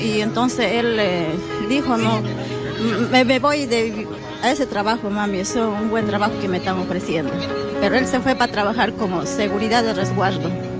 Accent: Ayacucho, Peru; Bueno, de acá yo soy de Ayacucho.

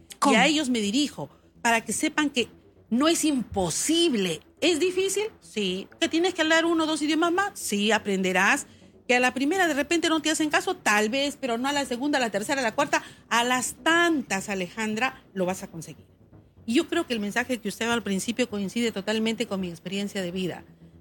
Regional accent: Peru; No me rindo porque soy peruana, no me rindo porque soy mujer, no me rindo porque soy provinciana, no me rindo porque tengo sangre mochica chimú.

